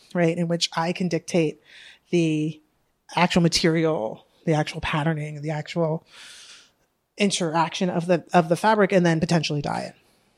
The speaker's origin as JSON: {"language": "English", "region": "New York", "country": "United States", "tie": "born or raised there", "said": "I grew up in Harlem, but I went to private school on the Upper East Side, right?"}